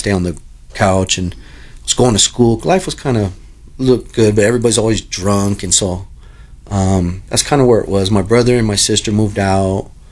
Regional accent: Long Beach, California, United States; also born or lived in San Pedro, California / Burbank, California; now in Colorado, United States; I was born and raised in Burbank, forgot to mention that. I was born in San Pedro, California, and raised in Wilmington and Long Beach pretty much my whole life before I came to Colorado.

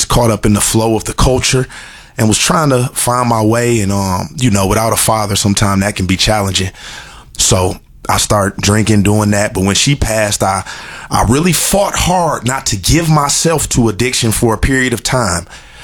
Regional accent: Michigan, United States; I come from Michigan, as we just discussed.

